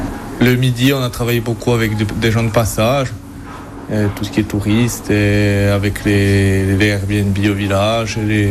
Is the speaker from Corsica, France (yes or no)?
yes; Penta-di-Casinca, Corsica, France; Je suis originaire de Pinte, mes grands-parents étaient de Pinte aussi. J'habitais un moment chez ma grand-mère quand j'étais petit.